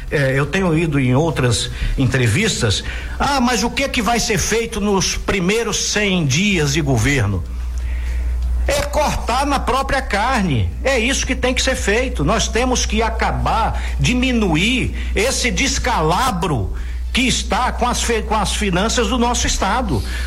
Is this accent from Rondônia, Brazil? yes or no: yes; Rondônia, Brazil; also born or lived in Vilhena; Então eu tenho dito sempre que eu sou de Rondônia